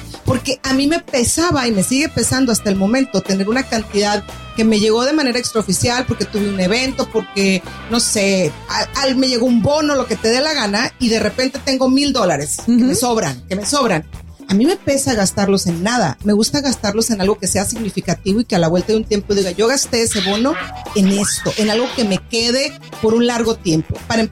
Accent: Mexico; moved away; soy mexicana y ranchera

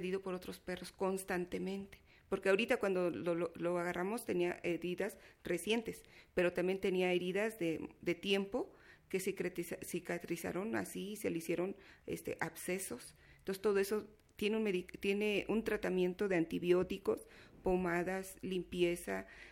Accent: Amajac, Mexico; Las tres son de aquí y yo soy de Amajac.

